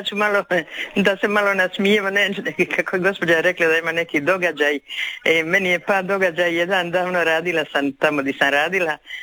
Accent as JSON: {"language": "Croatian", "town": "Zadar", "region": "Zadar County", "country": "Croatia", "said": "Ali dobro, ja sam prava Zadranka i ja sve muzeje znam."}